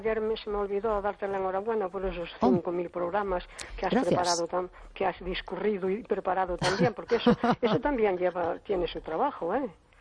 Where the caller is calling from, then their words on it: Cespón, Galicia, Spain; de Cespón.